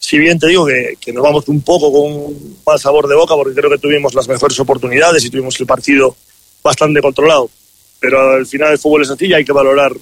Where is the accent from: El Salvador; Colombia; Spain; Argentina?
Spain; moved away as an adult; also born or lived in India; now in Ecuador; Sí, yo vengo desde España.